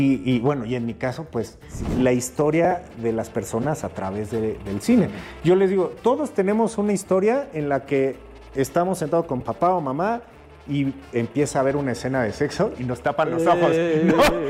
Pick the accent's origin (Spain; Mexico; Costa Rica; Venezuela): Mexico